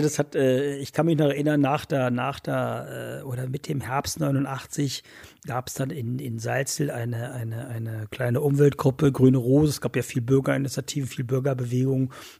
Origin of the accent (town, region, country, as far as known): Wieblitz, Saxony-Anhalt, Germany; born or raised there